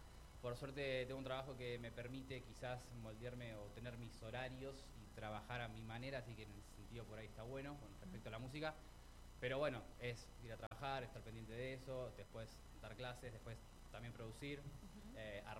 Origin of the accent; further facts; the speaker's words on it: Argentina; yo soy de Buenos Aires, más o menos a los 14, muy pibito, empecé a salir a Pinar de Rocha